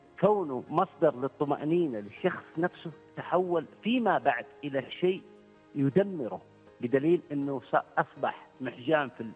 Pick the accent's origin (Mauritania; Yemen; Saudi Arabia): Saudi Arabia; أنا من المملكة العربية السعودية وعمان شقيقة وجزء منها